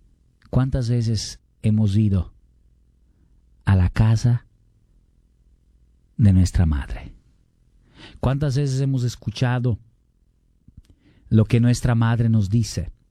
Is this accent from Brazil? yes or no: yes; Brazil; Yo crecí en Brasil, soy un padre misionero para los migrantes